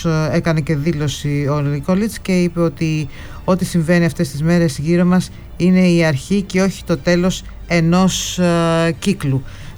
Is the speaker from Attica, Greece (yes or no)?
no; Thessaly, Greece; Εγώ προσωπικά, να σας πω, που είμαι και από τη Θεσσαλία